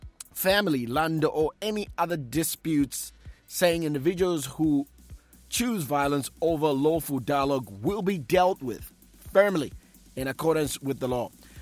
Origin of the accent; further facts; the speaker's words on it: Ndola, Copperbelt, Zambia; moved away; That's my hometown